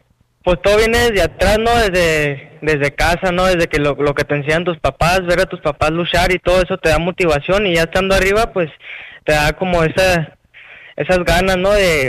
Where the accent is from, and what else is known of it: Mexico